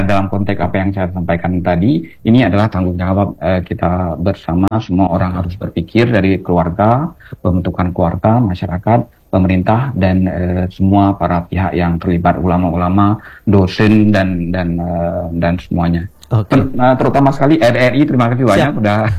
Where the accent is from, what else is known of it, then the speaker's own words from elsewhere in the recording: Aceh, Indonesia; masyarakat kita Aceh